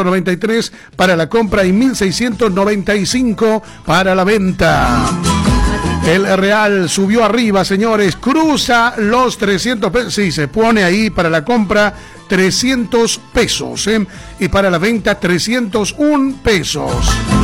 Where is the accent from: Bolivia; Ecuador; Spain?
Bolivia; moved away; todos somos bolivianos y estamos lejos de nuestro querido país.